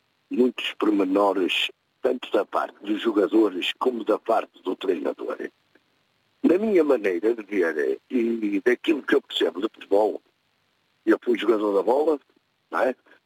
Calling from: Matosinhos, Norte, Portugal; sou de Matosinhos.

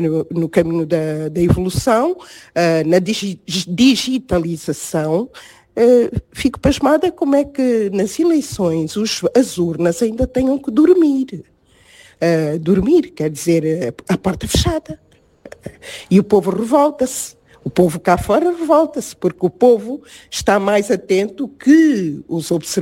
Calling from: Angola; Sou angolana

